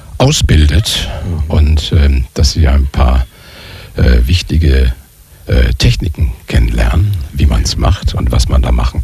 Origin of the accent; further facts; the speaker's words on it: Wuppertal, North Rhine-Westphalia, Germany; Also ich erinnere mich noch, ich komme ja aus Wuppertal und da gab es dieses Elberfelder System